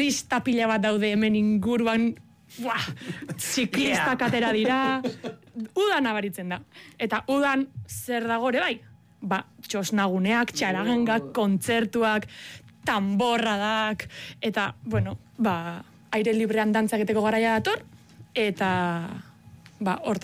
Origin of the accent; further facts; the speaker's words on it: Basque Country, Spain; baina Gipuzkoarra naiz, eta inguruko festetara joan naiz